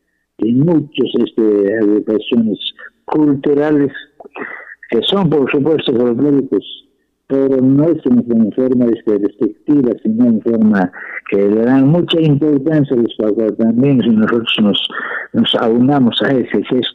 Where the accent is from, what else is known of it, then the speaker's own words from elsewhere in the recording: Cusco, Peru; born there; mi santa tierra, mi tierra donde he nacido, donde soy su auténtico ese habitante del Valle de Cristillasta